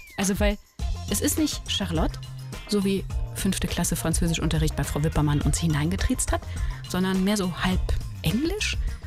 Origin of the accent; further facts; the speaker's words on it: Cologne, North Rhine-Westphalia, Germany; born there; accent: Kölner Singsang; als Kölnerin geboren